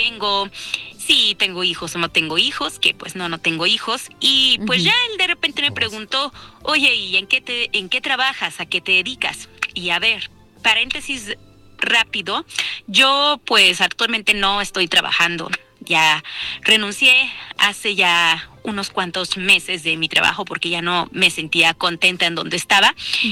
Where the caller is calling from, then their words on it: Puebla, Mexico